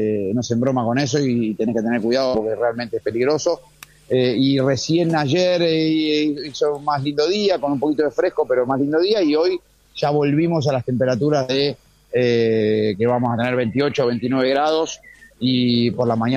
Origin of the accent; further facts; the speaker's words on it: Argentina; para los que somos futboleros argentinos encima, es el sumum, ¿no?